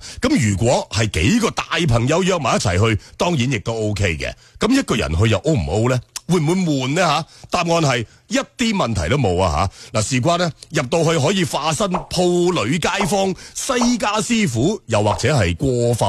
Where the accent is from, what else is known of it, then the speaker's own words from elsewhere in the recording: Guangdong, China; 成日我哋广东人都讲仲有一句话